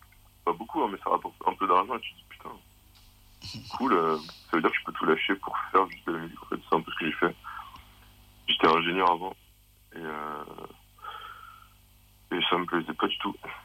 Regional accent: Normandy, France; j'avais des potes dans mon bled en Normandie.

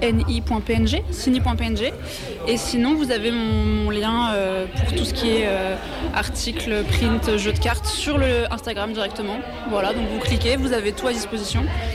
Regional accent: Lille, Hauts-de-France, France; Moi je suis originaire de Lille. Donc j'ai mes parents qui vivent à Lille

